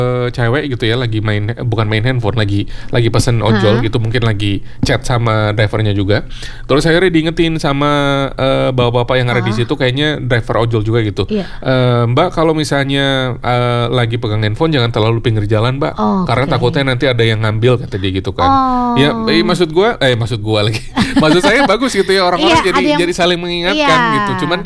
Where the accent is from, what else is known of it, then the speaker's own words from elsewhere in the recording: Jakarta, Indonesia; sebagai warga Jakarta